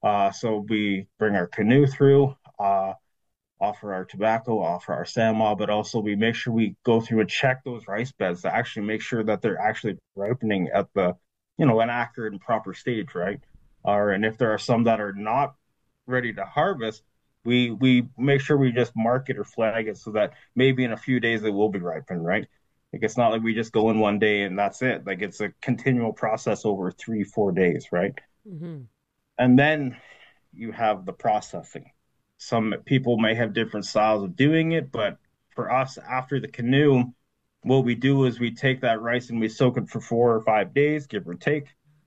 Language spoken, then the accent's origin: English; Alderville, Ontario, Canada; growing up in Alderville, my aunts and my uncles and my extended family, they were always harvesting wild rice, right?